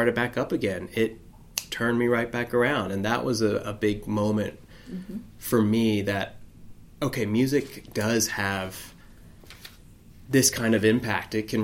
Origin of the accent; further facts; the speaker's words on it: Alabama, United States; I grew up in Alabama, and you know, I went to a high school of, it was 90.